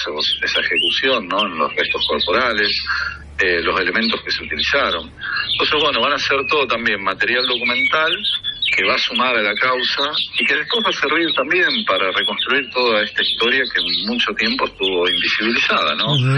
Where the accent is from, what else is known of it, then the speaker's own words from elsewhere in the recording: Rosario, Santa Fe, Argentina; Yo soy de Rosario, de la Universidad Nacional de Rosario, del equipo argentino de antropología forense.